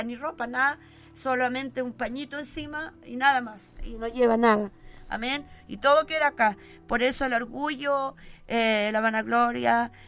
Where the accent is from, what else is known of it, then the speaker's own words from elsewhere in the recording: Santiago, Santiago Metropolitan Region, Chile; now in Puerto Octay, Chile; Yo no pertenezco acá, yo soy santiaguina, pero Dios me mandó acá con un propósito, amén.